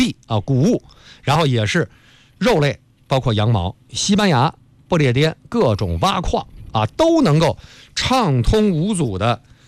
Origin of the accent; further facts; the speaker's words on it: China; 你最我们中国人很熟悉的什么《一千零一夜》，